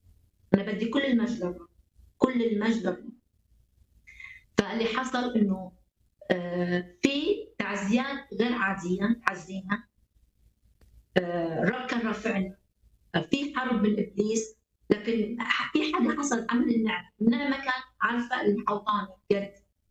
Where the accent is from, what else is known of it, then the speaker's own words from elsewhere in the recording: Iraq; now in Libya; لما استقرينا في البلد دخلنا فيه، وانا كعراقيه المفروض انا اصلي واتشفع لبلد، لكن صدقيني كنت دايما بدموع اصلي لليبيا.